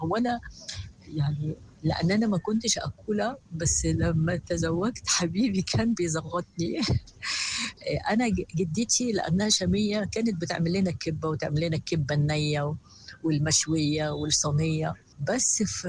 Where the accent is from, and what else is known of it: Cairo, Cairo Governorate, Egypt